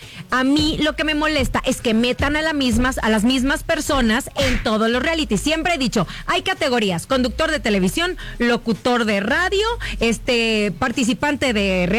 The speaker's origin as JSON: {"language": "Spanish", "country": "Mexico", "said": "Yo me acuerdo mucho del primer reality que nosotros vimos como Mexicanos"}